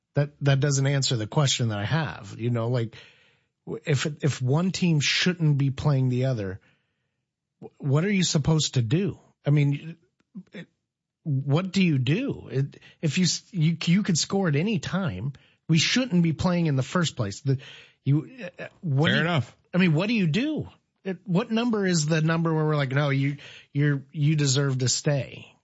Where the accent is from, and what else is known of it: Decatur, Illinois, United States